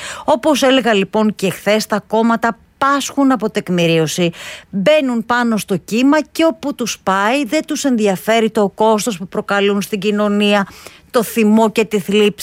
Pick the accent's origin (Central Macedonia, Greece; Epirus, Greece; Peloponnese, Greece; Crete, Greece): Peloponnese, Greece; moved away; σπίτσιλες που λένε και στο χωριό μου, εκεί στους πρόποδες του Ταϊγέτου, έτσι το λέμε.